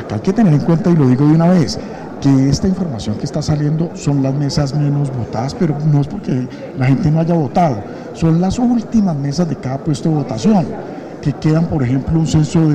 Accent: Colombia; Eso es lo que somos los colombianos, somos demócratas

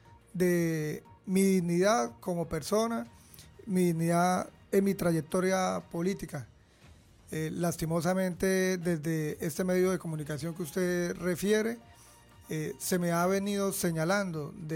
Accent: Arauquita, Arauca, Colombia; soy un hijo de Arauquita y por ello me conocen

